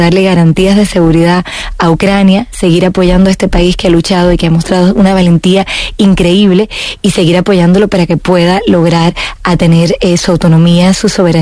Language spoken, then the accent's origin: Spanish; Caribbean, Dominican Republic; also born or lived in Madrid; La verdad es que soy franco-dominicana. Y de hecho crecí en el Caribe. Mi mamá es dominicana y viví en Madrid hasta hace poco, y me siento muy española. De hecho, no española, me siento muy madrileña en todo caso.